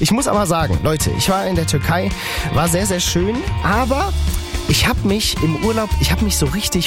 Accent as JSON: {"language": "German", "town": "Duisburg", "region": "North Rhine-Westphalia", "country": "Germany", "said": "weil ich komme ja aus Duisburg."}